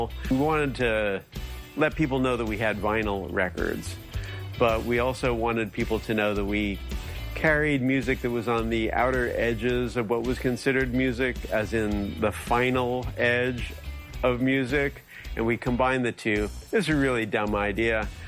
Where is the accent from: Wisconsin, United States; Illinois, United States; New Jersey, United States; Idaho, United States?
New Jersey, United States; moved away as an adult; I grew up in New Jersey